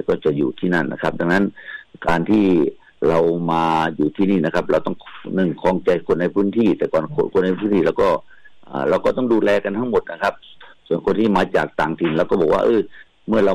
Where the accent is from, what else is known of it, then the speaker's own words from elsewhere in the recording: Seka, Bueng Kan, Thailand; born there; also born or lived in Bangkok; คือผมเกิดอยู่ที่อำเภอเสกานะครับวังพญานาคครับนะจังหวัดบึงกาฬนะครับแล้วก็มาเรียนหนังสือเรียนรามที่กรุงเทพนะฮะ